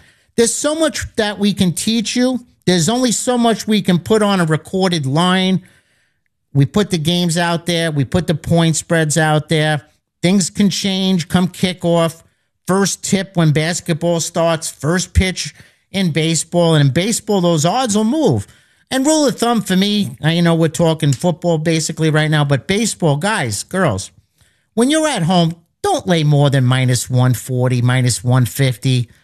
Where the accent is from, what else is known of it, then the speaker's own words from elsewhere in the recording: Hoboken, New Jersey, United States; I grew up in Hoboken, New Jersey. And it was a different time back then.